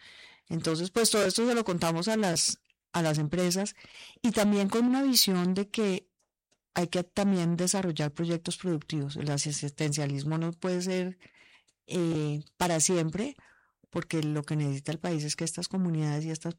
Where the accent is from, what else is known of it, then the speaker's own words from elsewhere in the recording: Colombia; Pues no, arrastrado no hablo, sería muy falsa, porque me crié en esta ciudad.